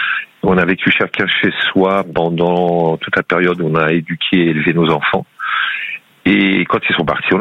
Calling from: Sèvres, Île-de-France, France; J'habite à Sèvres, à côté de Paris, dans la banlieue parisienne.

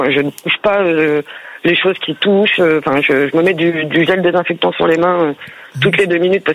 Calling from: Blois, Centre-Val de Loire, France; Je vous appelle de la commune de Blois.

